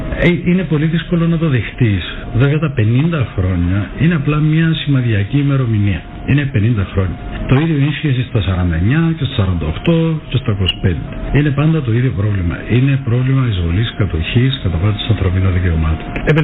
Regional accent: Kyrenia, Kyrenia District, Cyprus; Είμαι όντας πρόσφυγας από την Γερίνη και έχοντας ζήσει τον πόλεμο από μικρός

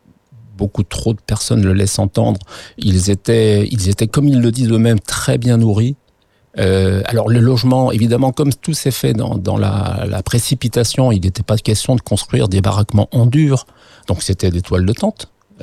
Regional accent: Brittany, France; born there; je suis breton de naissance, et je suis toujours breton

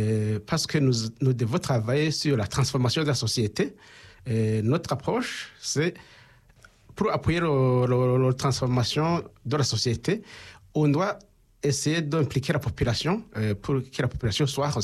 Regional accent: Burundi; je suis burundais

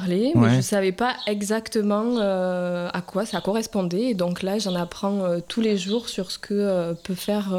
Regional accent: Nouvelle-Aquitaine, France; Moi je suis originaire du Lot-et-Garonne.

